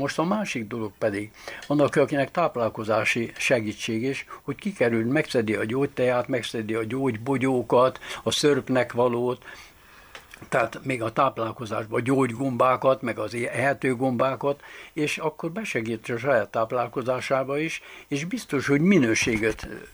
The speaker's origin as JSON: {"language": "Hungarian", "region": "Baranya", "country": "Hungary", "tie": "born or raised there", "said": "földműves családból származom, és hát anyai ágon a gyógyfűveken megismerkedve, ugye a nagyanyám tanított bennünket, mivel ő bábasszony volt, és gyógyfűvekkel gyógyított, így a növényeket, gombát, ott a mecsek lankáin hamar megismertük gyerekkorunkban."}